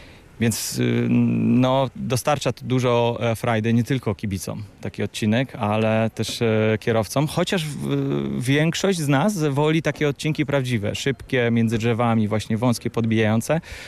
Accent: southern Poland, Poland; to są moje rodzinne strony, ale nie przejeżdżam tamtędy na co dzień

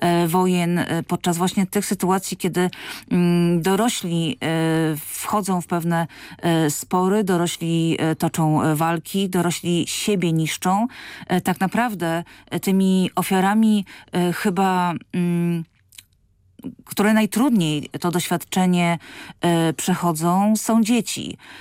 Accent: Bartoszyce, Warmian-Masurian Voivodeship, Poland; Bartoszyce to moja rodzinna miejscowość.

